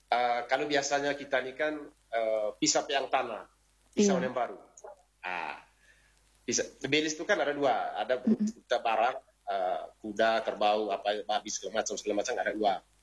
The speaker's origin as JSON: {"language": "Indonesian", "area": "Manggarai", "region": "East Nusa Tenggara", "country": "Indonesia", "said": "kita orang Manggarai ini"}